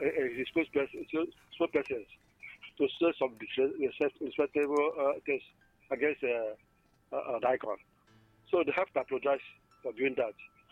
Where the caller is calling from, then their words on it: Obunka, Anambra, Nigeria; I'm from Obunka, in a number state.